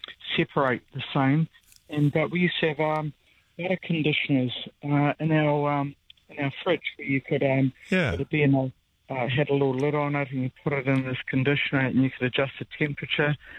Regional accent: New Zealand; I'm from New Zealand. We've got good butter there.

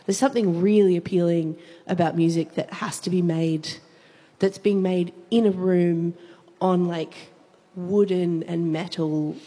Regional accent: Castlemaine, Victoria, Australia; We'll play a song called … which is about my Elsie in my hometown of Castlemaine, the experience of moving back to your hometown in lockdown

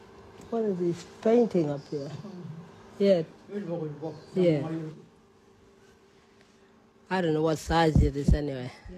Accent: Kalgoorlie, Western Australia, Australia; now in Tennant Creek, Australia; I'm from Kalgoorlie, but I've been living at Ely Kerang, working there as a school teacher, and now I'm here in Tennant Creek.

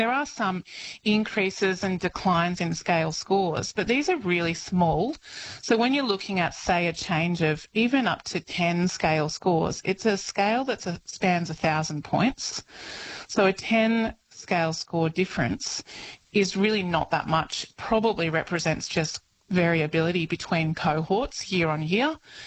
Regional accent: Walcha, New South Wales, Australia; now in Armidale, Australia; I'm in Armidale, and I said to your producer I was from Walca

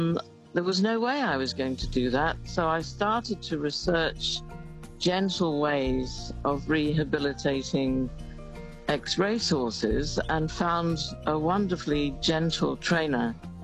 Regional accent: London, United Kingdom; I'm originally from London, so perhaps I was a little bit nonplussed.

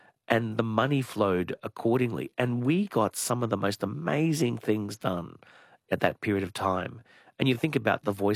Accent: Logan, Queensland, Australia; a young Aboriginal gay man growing up in Logan at the time, who just felt in the 70s into the 80s, just felt totally kind of alone with no one around.

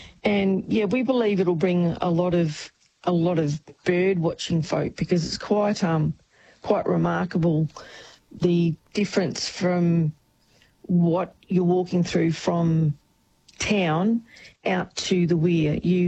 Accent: Quambatook, Victoria, Australia; when we grew up here in Quambatook

